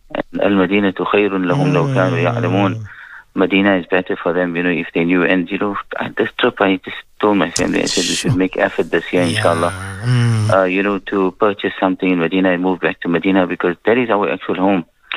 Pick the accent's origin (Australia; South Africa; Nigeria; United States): South Africa; born there; I'm born in this country. Our parents are born in this country. Our grandparents are born in this country. It's the only citizenship that we hold. I mean, we are South African.